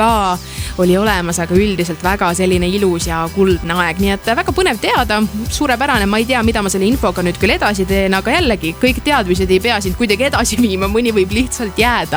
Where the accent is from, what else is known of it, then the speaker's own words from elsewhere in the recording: Tartu, Tartu County, Estonia; born there; mina sündisin siin Tartu sünnitusmajas, mis on siis aadressil Lossi 36